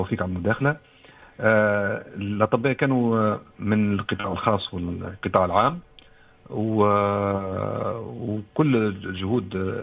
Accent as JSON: {"language": "Arabic", "country": "Tunisia", "said": "احنا عندنا موجود في تونس"}